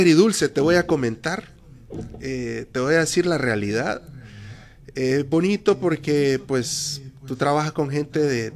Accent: Honduras; Entonces tú tienes que hacer doble esfuerzo como hondureño

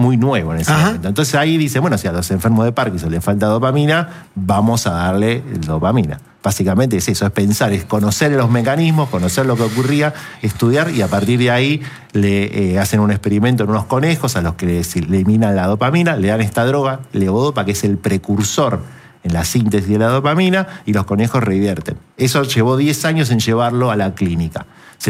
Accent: Argentina

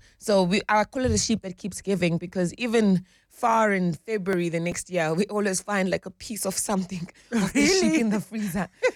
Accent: South Africa; You know, we South Africans can cook. We love good food

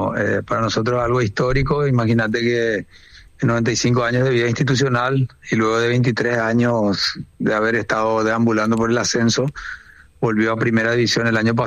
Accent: Paraguay; Yo soy paraguayo primero

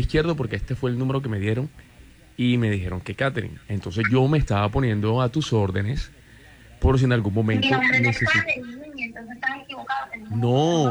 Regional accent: Barranquilla, Atlántico, Colombia; Yo soy de aquí de Barranquilla.

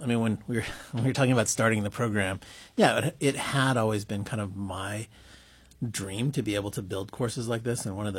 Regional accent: Anchorage, Alaska, United States; now in Juneau, United States; Well, I was born in Anchorage and grew up in Anchorage.

